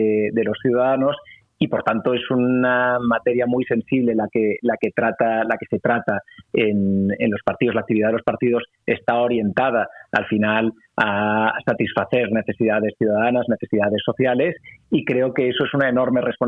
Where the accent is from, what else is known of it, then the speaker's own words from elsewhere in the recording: Catalonia, Spain; moved away; una época bastante decadente en Cataluña, especialmente en mi tierra, en nuestra tierra